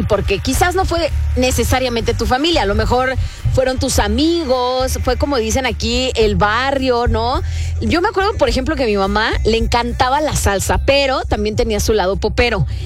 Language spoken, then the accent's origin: Spanish; Mexico City, Mexico; Marlon, la influencia en mí fue mi familia y mi barrio. Yo soy de la Morelos y lo que se oía era la música tropical, las sonoras y en los 80s el high energy.